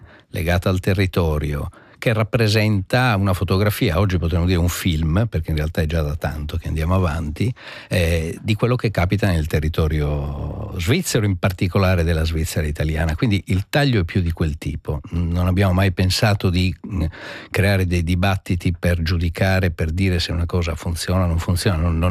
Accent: Sardinia, Italy; moved away; io vengo dall'Italia, dove ci sono, dalla Sardegna in particolare

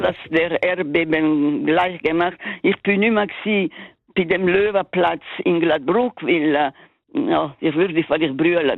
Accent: Lugano, Ticino, Switzerland; weil wir sind in Lugano in der Stadt aufgewachsen

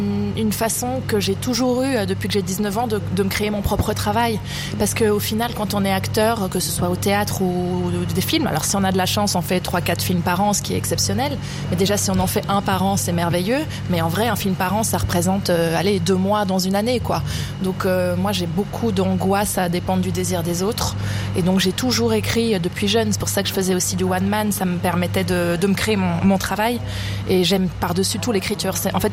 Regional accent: Switzerland; now in Paris, France; Comme on dit nous en Suisse

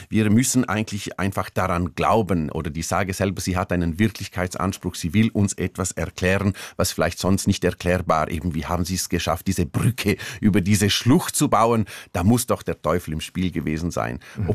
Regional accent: Zuoz, Graubünden, Switzerland; Oder auch den Riesen, der hinter dem Berg Bizmezem in Zuz, wo ich aufgewachsen bin, sitzt.

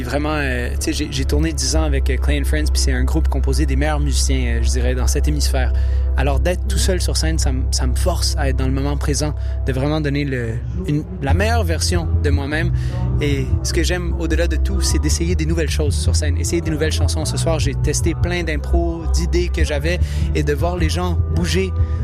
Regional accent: Montreal, Quebec, Canada; en direct de Tadoussac. Et moi, je viens de Verdun.

